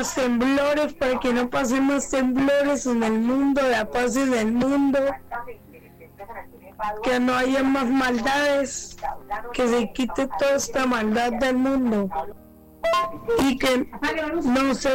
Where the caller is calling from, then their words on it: Colombia; de San Mateo, Parte Alta.